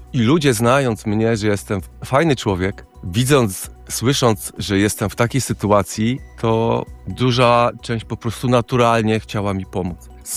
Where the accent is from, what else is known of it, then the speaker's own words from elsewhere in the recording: Sieradz, Łódź Voivodeship, Poland; W Sieradzu mieszkam od urodzenia, 49 lat jak mieszkam